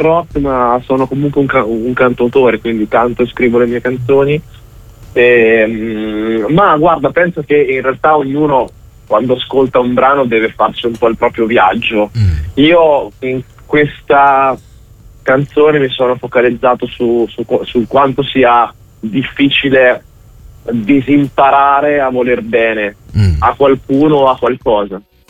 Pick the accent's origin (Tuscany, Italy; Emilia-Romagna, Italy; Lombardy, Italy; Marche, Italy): Marche, Italy; Senigallia; io adesso sono a Senigallia, perché sono di Senigallia, okay. Quindi sono marchigiano.